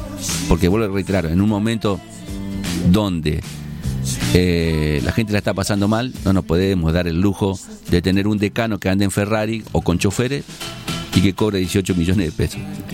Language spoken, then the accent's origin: Spanish; Argentina